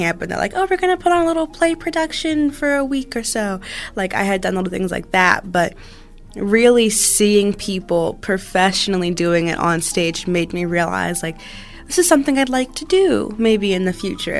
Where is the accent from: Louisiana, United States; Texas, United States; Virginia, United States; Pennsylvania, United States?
Virginia, United States; I was born and raised in Virginia